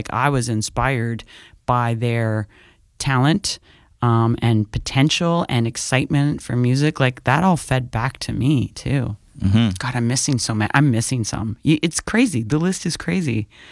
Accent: Prince Edward County, Ontario, Canada; A lot of them are like a local Prince Edward County population. I grew up in South End, Prince Edward County, eighth mm-hmm. generation from, farm fields.

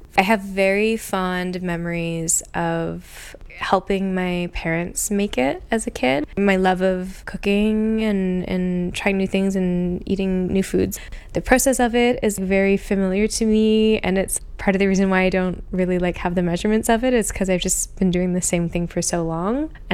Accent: London, Ontario, Canada; I grew up in London, Ontario. My dad grew up there, but my mom and her family also moved to London straight away when they immigrated to Canada.

